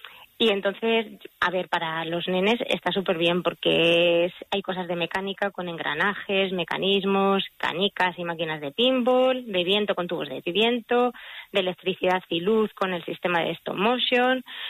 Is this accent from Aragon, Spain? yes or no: no; Archilla, Castilla-La Mancha, Spain; Celia es de mi pueblo, de Archilla